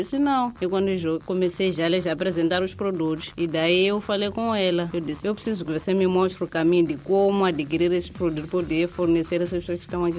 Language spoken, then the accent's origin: Portuguese; Manjacaze, Gaza, Mozambique; Sou natural de Manjacaze, sou professora também há 10 anos.